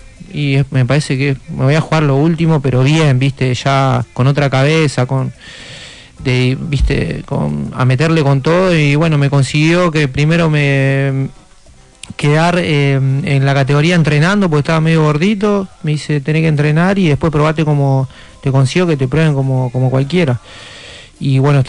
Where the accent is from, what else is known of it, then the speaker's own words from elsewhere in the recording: Villa Raffo, Buenos Aires Province, Argentina; born there; tengo 34 años, nací en Villarrafo